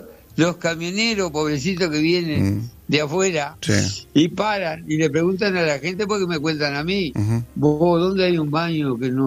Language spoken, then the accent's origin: Spanish; Juan Lacaze, Colonia, Uruguay; yo adoro mi pueblo, me crié acá